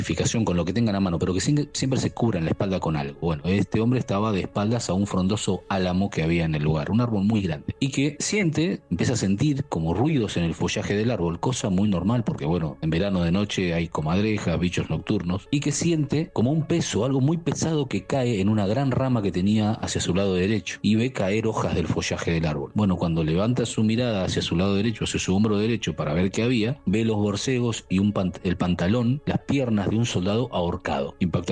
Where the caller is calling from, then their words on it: Buenos Aires Province, Argentina; vivo en Conurbano Sur.